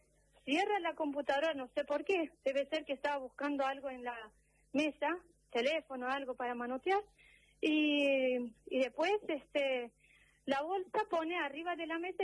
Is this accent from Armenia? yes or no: yes; Armenia; now in Argentina; Yo soy armenia.